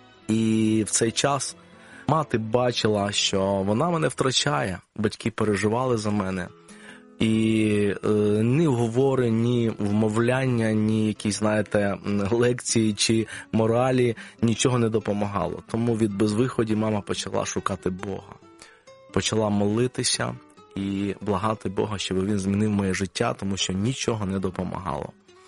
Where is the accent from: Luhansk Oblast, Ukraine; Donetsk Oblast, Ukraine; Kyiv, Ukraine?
Kyiv, Ukraine; і я із Києва несу пасторське служіння в помісній церкві, яка називається Філадельфія.